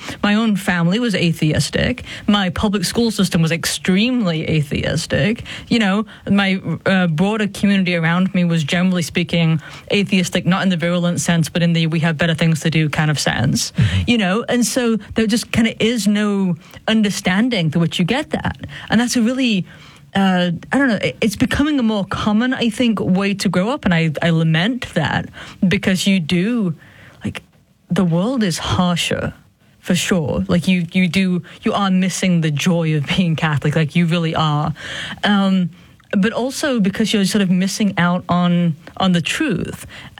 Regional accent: England, United Kingdom; I was growing up in England, and you over in the U.S.

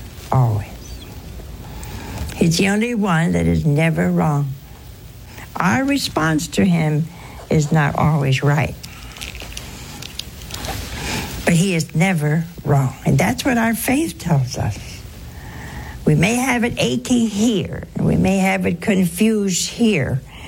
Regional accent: Crestline, Ohio, United States; born or raised there; moved away

